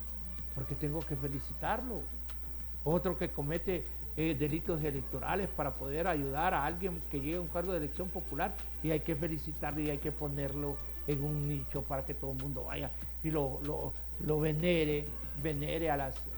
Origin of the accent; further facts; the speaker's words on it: Honduras; Pero somos permisibles los hondureños.